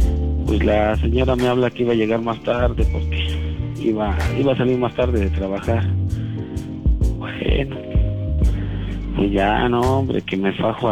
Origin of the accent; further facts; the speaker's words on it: Mexico City, Mexico; Soy chilango.